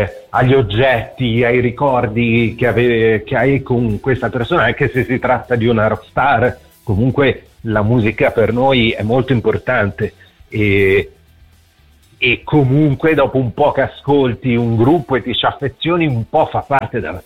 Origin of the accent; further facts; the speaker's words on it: Genoa, Liguria, Italy; sai, sono di Genova, noi siamo un po' più distaccati, diciamo così.